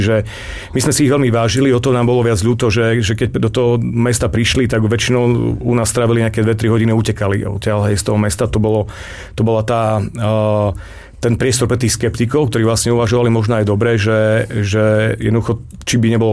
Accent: Bardejov, Prešov Region, Slovakia; now in Košice, Slovakia; Ja som Bardejovčan, žijúci v Košici a pracujúci v Medzilaborciach

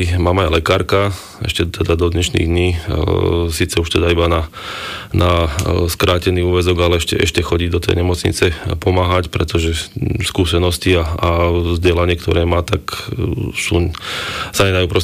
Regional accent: Trenčín, Trenčín Region, Slovakia; Ako dieťa som bol v podstate stále v okne. To boli v podstate koniec 80. rokov, začiatok 90. rokov

